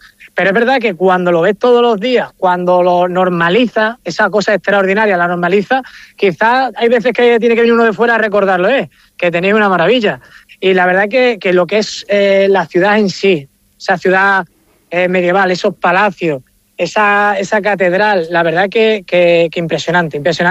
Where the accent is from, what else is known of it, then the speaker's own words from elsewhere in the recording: Extremadura, Spain; empezamos a recorrer parte de Extremadura, de esta gran desconocida que es mi tierra